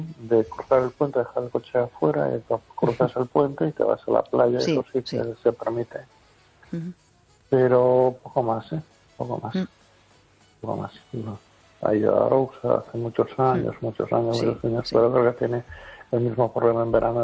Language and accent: Spanish; Las Palmas de Gran Canaria, Canary Islands, Spain; yo, con todo mi respeto, soy pueblo canario. Yo en las Canarias, en la Palma de Gran Canaria